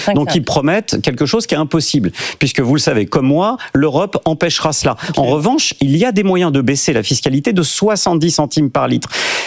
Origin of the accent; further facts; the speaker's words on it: France; Vous savez, je suis français, je suis comme tout le monde